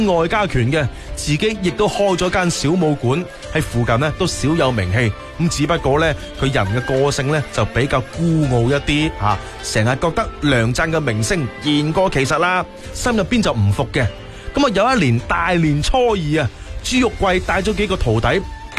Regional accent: Foshan, Guangdong, China; 我哋佛山人

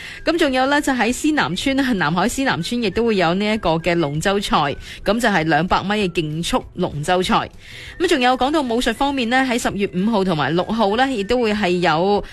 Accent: Foshan, Guangdong, China; 包括我哋作为佛山人

